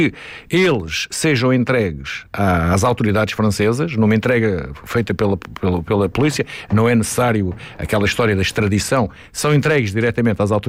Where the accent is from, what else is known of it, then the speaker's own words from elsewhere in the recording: Portugal; nós portugueses